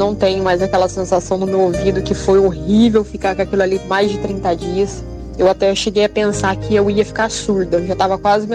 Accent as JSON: {"language": "Portuguese", "town": "Estiva Gerbi", "region": "São Paulo", "country": "Brazil", "said": "sou daqui da cidade de Estiva Gerb"}